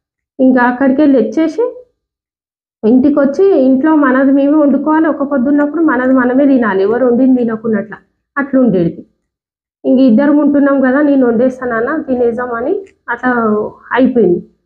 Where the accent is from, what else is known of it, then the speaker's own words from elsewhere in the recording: Karnataka, India; అంటే మాది కర్ణాటక అని చెప్పిన నేను.